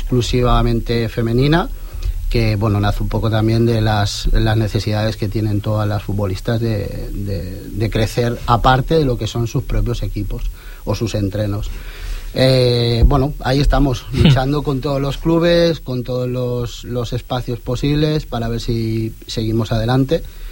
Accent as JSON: {"language": "Spanish", "town": "L'Hospitalet de Llobregat", "region": "Catalonia", "country": "Spain", "said": "porque nosotros somos de Hospitalet y al final, pues bueno, hemos dado un paso hacia adelante"}